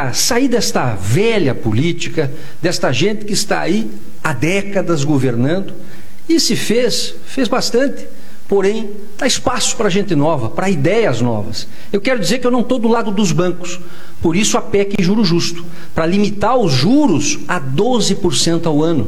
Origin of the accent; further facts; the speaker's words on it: Campos Novos, Santa Catarina, Brazil; sobretudo aqui da região oeste, meio oeste, que é a minha terra, Campos Novos